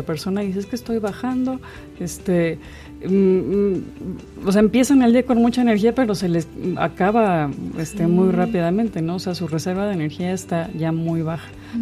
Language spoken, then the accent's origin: Spanish; Mexico